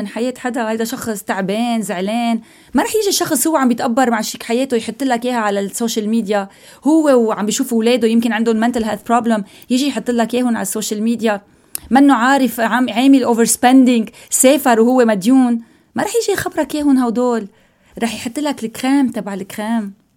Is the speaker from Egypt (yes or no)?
no; Lebanon; ببلد مثل بلدنا لبنان